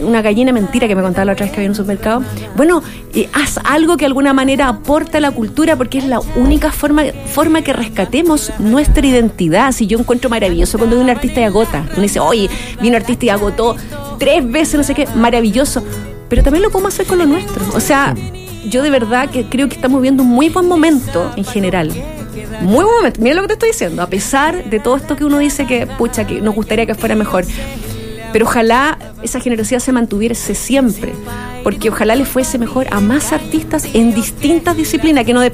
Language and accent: Spanish; Chile; este patriotismo falso que tenemos los chilenos, de acordarnos de que somos chilenos cuando nos conviene